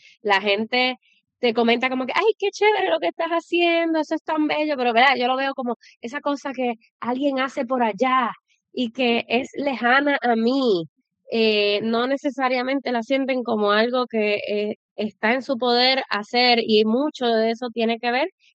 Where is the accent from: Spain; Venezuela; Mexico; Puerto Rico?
Puerto Rico; Utuado; yo soy de Utuado, así que esa parte para mí es bien importante